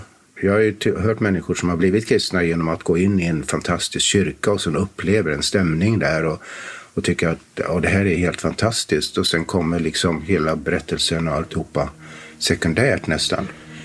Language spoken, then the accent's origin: Swedish; Sweden; Alltså, eftersom vi var infödda svenskar